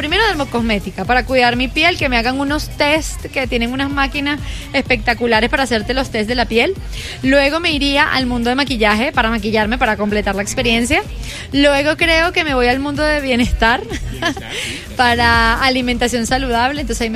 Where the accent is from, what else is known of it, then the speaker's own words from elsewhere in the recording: Caracas, Capital District, Venezuela; now in Bogotá, Colombia; yo soy de Caracas, cerquita. Ajá. A media hora hay playas hermosas de Venezuela.